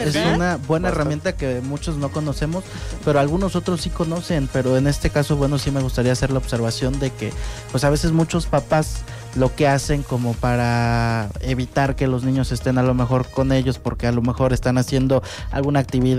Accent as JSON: {"language": "Spanish", "country": "Mexico"}